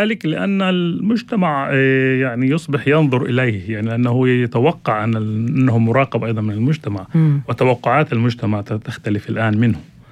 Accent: Palestine; في بلادنا فلسطين

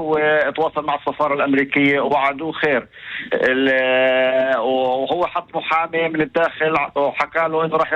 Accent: Palestine; عندنا في فلسطين

